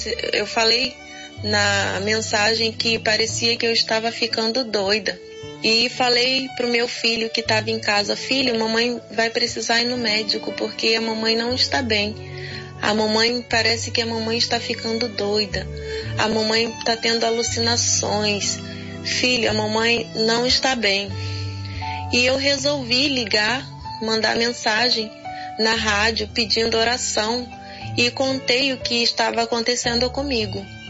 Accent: Paraná, Brazil; eu sou aqui do Paraná.

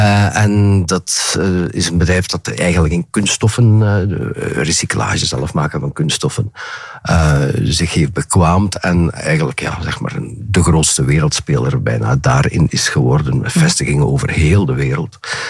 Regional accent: Flanders, Belgium; ik als Limburger

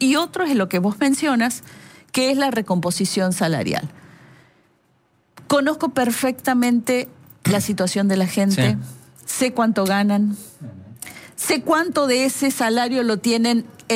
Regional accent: Córdoba, Argentina

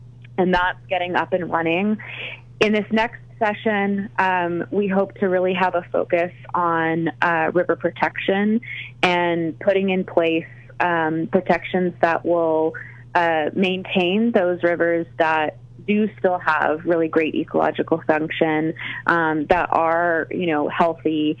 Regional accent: United States; born or raised there

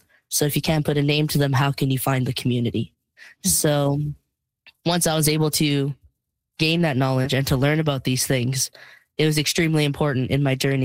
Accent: Prince Albert, Saskatchewan, Canada; I was born and raised in Prince Albert, and I'd basically lived there my whole life until I moved here for university. So I haven't really known a home other than Saskatchewan.

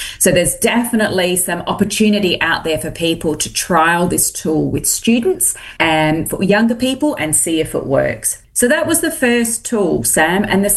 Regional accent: Adelaide, South Australia, Australia; born or raised there

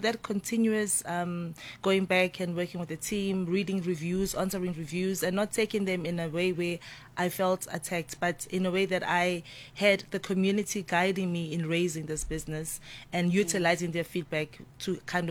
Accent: KwaZulu-Natal, South Africa; growing up in Guamash, which is a township in KZN.

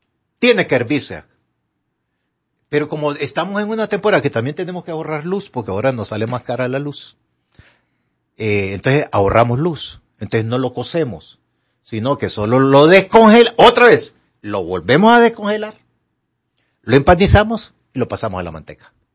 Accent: Honduras; Así somos los hondureños.

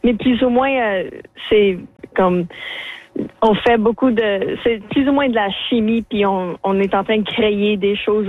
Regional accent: Sudbury, Ontario, Canada; je suis de Sudbury

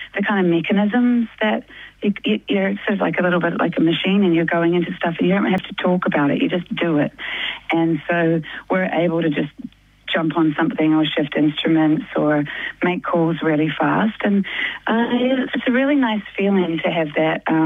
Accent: New Zealand; now in Auckland, New Zealand; I live on an island, right? I'm from Aotearoa, New Zealand. I've grown up with a beach right there and a country right there. And I live in Tamaki Makaurau in Auckland now, which is more city, but to be honest with you, I live right near the beach.

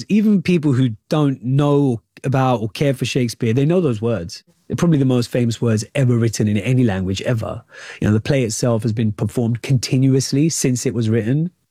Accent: United Kingdom

